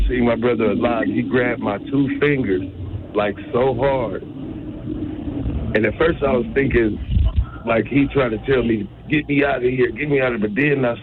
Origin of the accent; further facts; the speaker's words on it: Milwaukee, Wisconsin, United States; also born or lived in Napa, United States; We was born in Napa, raised in Milwaukee.